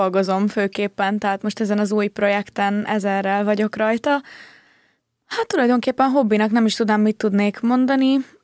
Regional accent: Budapest, Hungary; én Budán nőttem fel, Rózsadombon, 15 évet laktam a Bimbó úton, édesanyukámmal, aki református kántor és zongora művész … és utána költöztünk ki Budán, szintén csak kicsit kiebbre

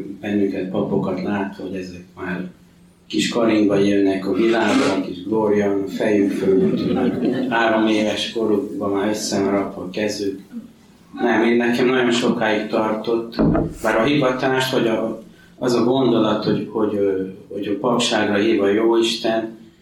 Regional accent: Györköny, Tolna, Hungary; also born or lived in Paks; Egy kis faluban nőttem fel, Pakson születtem, de Paks mellett Györkönyben nőttem fel.

